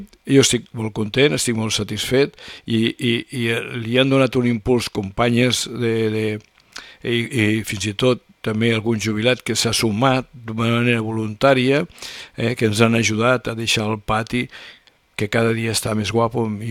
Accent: Puigverd, Catalonia, Spain; la millor és perquè és el meu poble i li veig tot de bondats, però també devem tindre alguna cosa que no és igual, no és així, però jo estic molt content i penso que hi ha molta gent que està content de viure a Puigverd

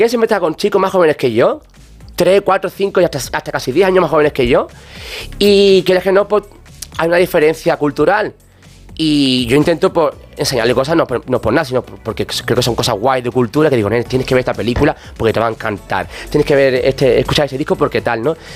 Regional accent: Alcalá de los Gazules, Andalusia, Spain; yo vivía entonces aún en mi pueblo, en Alcalá de los Gazules

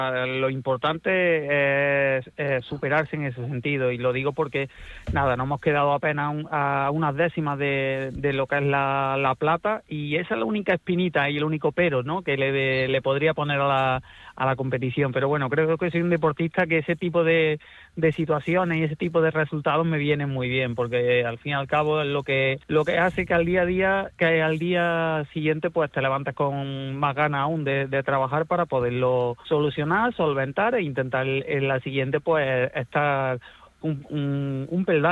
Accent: Córdoba, Andalusia, Spain

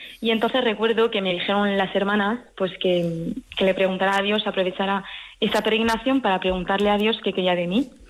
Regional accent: Paris, Île-de-France, France; moved away as an adult; nací en París y viví ahí hasta, pues, hasta los 22 años, hasta que entré al convento.

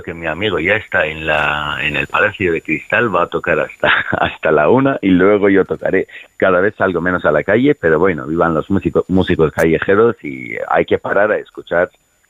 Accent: Iran; Spanish is a second language; Irán es como doble de España de grande, 90 millones de habitantes, muchas etnias, yo soy turco de Irán y mucha gente muy bonita, mucha cultura

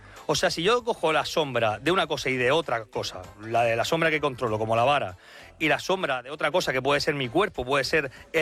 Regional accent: Molina, Spain

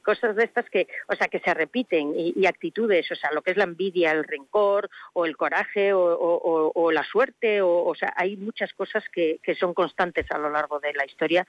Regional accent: Navarre, Spain; Soy de la Ribera, ¿vale?

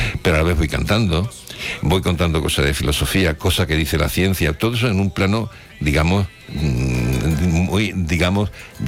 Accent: Huelva, Andalusia, Spain; mi tierra para mí es maravillosa y además hago que mucha gente de Madrid vengan para acá

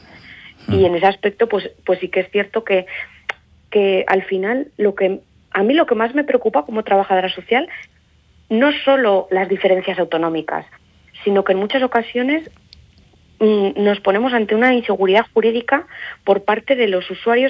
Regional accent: Navarre, Spain; moved away as an adult; now in Aragon, Spain; Yo soy de Navarra, he trabajado en Navarra

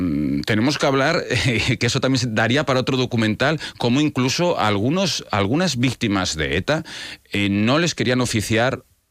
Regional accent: Basque Country, Spain; Me vengo a mi tierra, al País Vasco, y cada 2 días matando a gente.

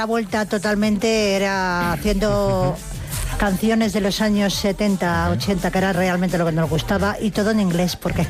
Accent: Madrid, Community of Madrid, Spain; born there; Concretamente de Santa María de la Cabeza. Sí. Nacidos en la calle Vizcaya.

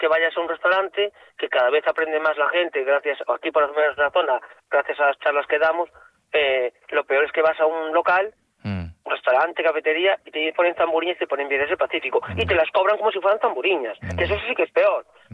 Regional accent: Galicia, Spain; esa como somos los gallegos, somos abiertos, somos cariñosos.

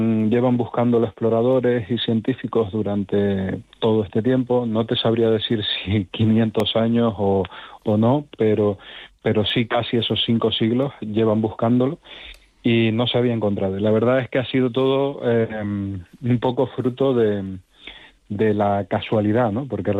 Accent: Canary Islands, Spain; soy canario, o sea, que subimos y bajamos todos los días a la montaña. Las islas son muy, muy escarpadas y yo vivo en Tenerife, tenemos el Teide, son casi 4.000 metros.

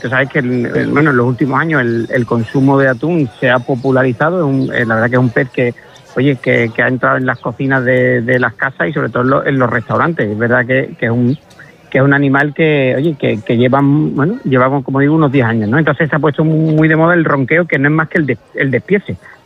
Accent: Andalusia, Spain; Yo digo que Villarro está a 40 kilómetros de todo, porque está a 40 kilómetros de Huelva capital, está a 45 de Sevilla, está a 42 del Rocío

